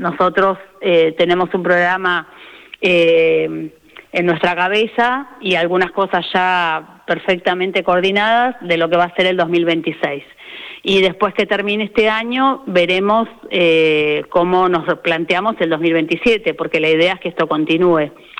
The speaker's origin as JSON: {"language": "Spanish", "country": "Argentina"}